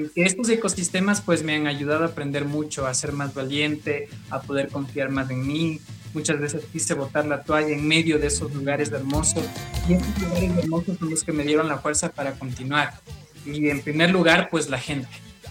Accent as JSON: {"language": "Spanish", "country": "Ecuador", "moved": "as an adult", "lives_now": "Bolivia", "said": "salí de mi Ecuador del alma, después pasé por el Perú y ahora Bolivia."}